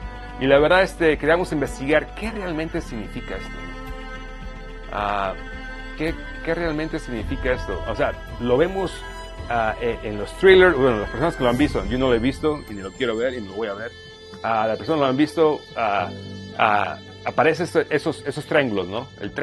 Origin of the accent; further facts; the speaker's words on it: Mexico; yo soy de México y la verdad, o sea, a ver, decimos, ¿no?